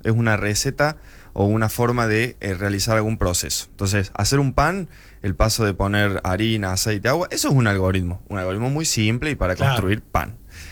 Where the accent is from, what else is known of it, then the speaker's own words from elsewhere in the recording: Córdoba, Argentina; now in Capilla del Monte, Argentina; Yo soy de Córdoba capital.